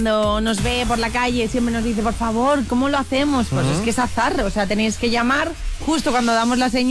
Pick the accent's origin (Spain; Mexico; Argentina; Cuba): Spain; Valencia, Valencian Community; Yo he comido una rozabanda brutal en mi tierra, claro, en Valencia.